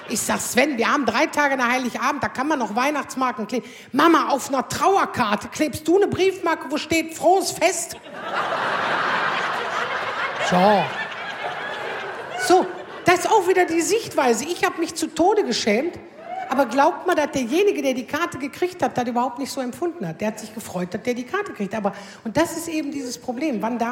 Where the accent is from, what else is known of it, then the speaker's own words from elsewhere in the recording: Aldekerk, North Rhine-Westphalia, Germany; ich komme aus Aldekerk